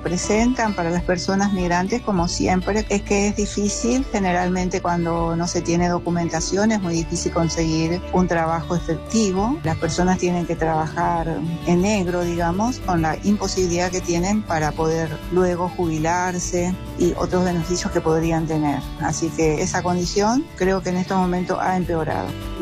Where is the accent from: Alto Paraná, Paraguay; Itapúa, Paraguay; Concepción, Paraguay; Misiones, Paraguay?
Concepción, Paraguay; moved away as an adult; now in Buenos Aires, Argentina; Yo soy oriunda de Concepción, Paraguay. Me están escuchando desde el barrio de Pompeya, de Buenos Aires. Tuve la posibilidad de nacionalizarme, pero yo siempre dije soy paraguaya